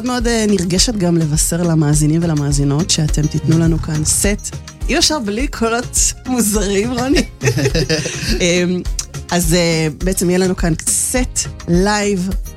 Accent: Netanya, Central District, Israel; אני נתניהתית, ביגו אפ נתניה סיטי.

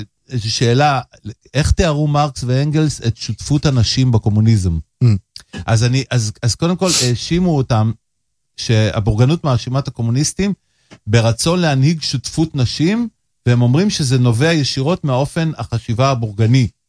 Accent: Bat Yam, Tel Aviv District, Israel; באזור שגדלתי בבת ים.

